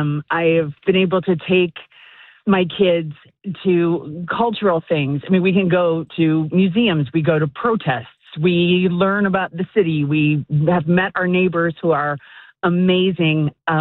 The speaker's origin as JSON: {"language": "English", "town": "Milwaukee", "region": "Wisconsin", "country": "United States", "tie": "born or raised there", "also_born_or_lived": "Washington, D.C. / Los Angeles / Austin, Texas", "moved": "as an adult", "lives_now": "Mount Prospect, United States", "said": "Well, I grew up in Milwaukee."}